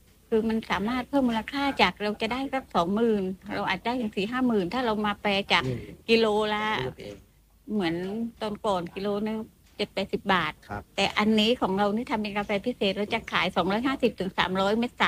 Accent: Surat Thani, Thailand; moved away as an adult; now in Ranong, Thailand; พี่เป็นคนสุราษฎร์แต่มาสร้างสวนที่ชุมพรของค่ายอำเภอสวี

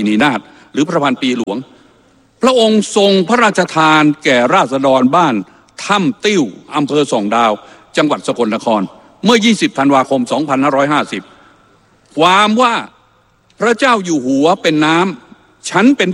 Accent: Rayong, Thailand; ผมเป็นคนจังหวัดระยอง

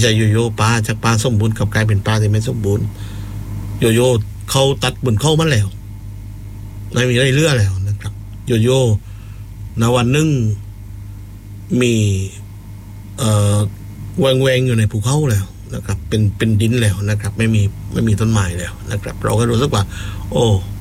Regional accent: Phuket, Thailand; เราเป็นคนภูเก็ต

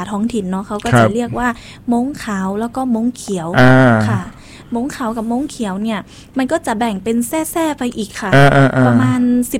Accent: Mae Hong Son, Thailand; เป็นคนที่จังหวัดแม่ฮ่องสอนค่ะ

